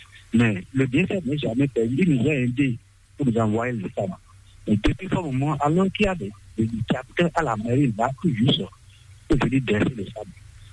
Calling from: Togo; Je vous appelle de Caravie, Togo.

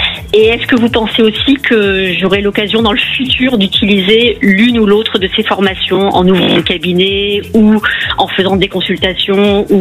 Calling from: Toulouse, Occitanie, France; De Toulouse.

